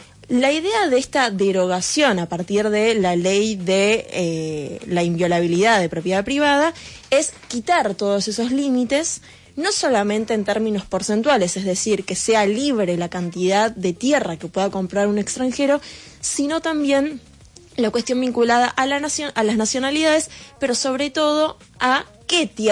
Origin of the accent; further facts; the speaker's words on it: Buenos Aires, Argentina; Soy de acá de Buenos Aires.